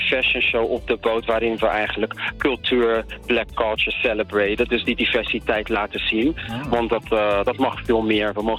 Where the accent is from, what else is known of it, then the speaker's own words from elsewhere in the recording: Rotterdam, South Holland, Netherlands; zeer zeker kan je zien dat wij uit Rotterdam komen.